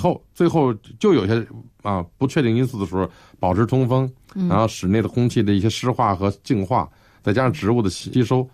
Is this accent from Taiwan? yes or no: no; China